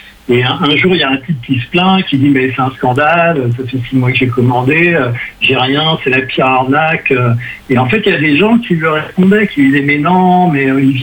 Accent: Brittany, France; also born or lived in Villeneuve-sur-Yonne; now in Paris, France; moi, je suis breton d'origine, mais là, je suis soit à Paris.

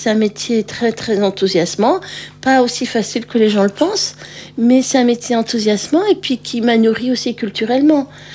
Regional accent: Brest, Brittany, France; also born or lived in Hennebont; En fait, j'ai grandi à Brest.

